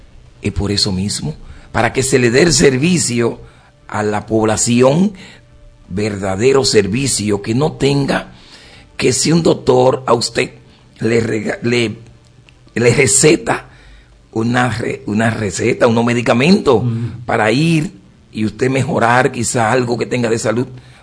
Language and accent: Spanish; Dominican Republic; pero ante todo como dominicano, como miembro de comunidades.